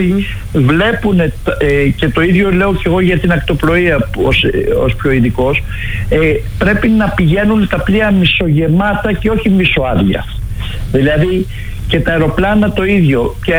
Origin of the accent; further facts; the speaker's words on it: Greece; εμείς σαν Έλληνες